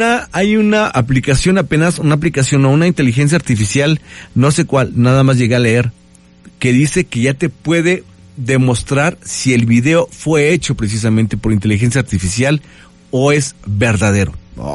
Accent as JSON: {"language": "Spanish", "region": "Puebla", "country": "Mexico", "said": "los que somos aquí de Puebla"}